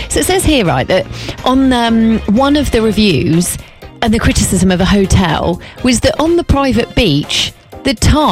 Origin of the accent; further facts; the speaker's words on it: United Kingdom; being a Brit